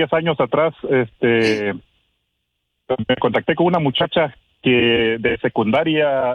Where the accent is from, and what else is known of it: Tabasco, Mexico; born there